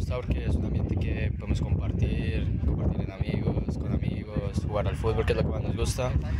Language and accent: Spanish; Colombia; now in Brisbane, Australia; Colombia.